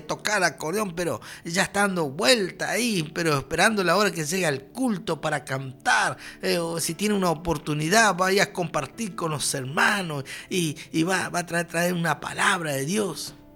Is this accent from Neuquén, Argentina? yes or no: no; Chaco, Argentina; Nosotros chaqueños teníamos problemas en esa época